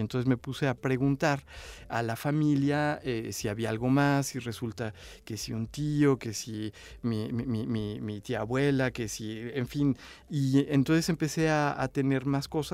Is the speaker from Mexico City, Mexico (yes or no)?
yes; Mexico City, Mexico; moved away as an adult; now in Xalapa, Mexico; yo fui feliz cuando gané mi plaza aquí en Jalapa. Me vine a Jalapa, yo amaba Jalapa, estudié una maestría acá, yo soy de la Ciudad de México